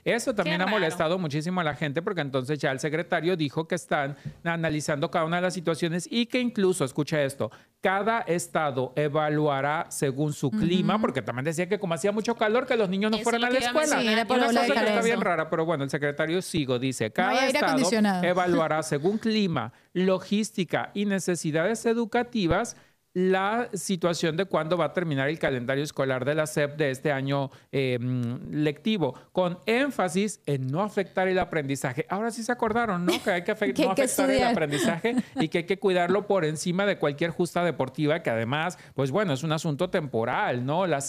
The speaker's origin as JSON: {"language": "Spanish", "country": "Mexico"}